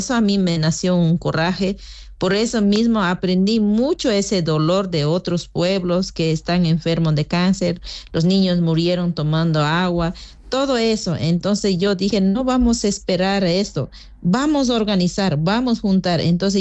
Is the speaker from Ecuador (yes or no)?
yes; Pastaza, Ecuador; Yo soy Guaraní de Pastaza por el sur. Yo siempre escuchaba desde niña hasta adolescencia que el norte de la Amazonía